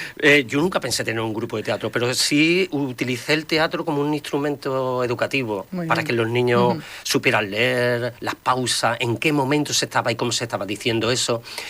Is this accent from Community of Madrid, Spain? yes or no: no; Marchena, Andalusia, Spain; me iba a mi pueblo, a Marchena